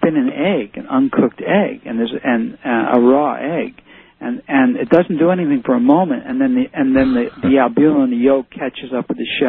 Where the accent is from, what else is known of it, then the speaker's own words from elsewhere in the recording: Hackensack, New Jersey, United States; born there; moved away; I was born in Hackensack.